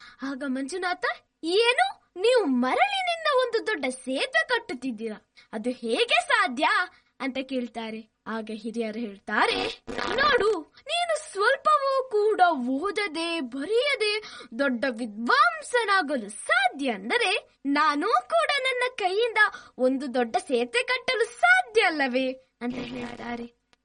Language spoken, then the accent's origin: Kannada; Moodbidri, Karnataka, India; ನಾನು ಮೂಡಬಿದ್ರೆಯಿಂದ ಬಂದಿದ್ದೇನೆ.